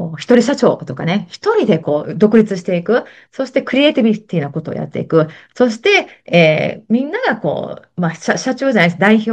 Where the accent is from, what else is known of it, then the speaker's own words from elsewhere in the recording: Kansai, Japan; accent: Kansai dialect; 私、この番組も結構関西弁をね、バーッと使って喋ってるんで